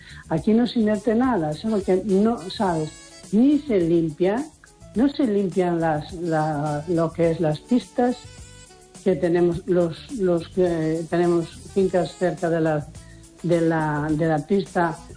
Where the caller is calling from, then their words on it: A Coruña, Galicia, Spain; de la Coruña.